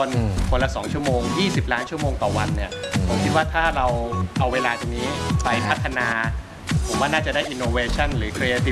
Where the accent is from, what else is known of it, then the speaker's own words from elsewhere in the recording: Khon Kaen, Thailand; เมืองขอนแก่นบ้านเกิดของเรา